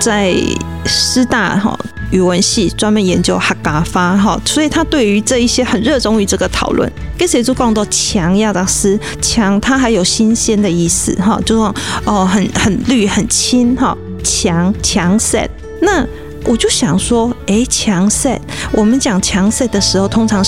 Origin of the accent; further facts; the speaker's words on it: Taiwan; 然后我们台湾人最喜欢那个像一个豆点一样 no 那个才能作为形容词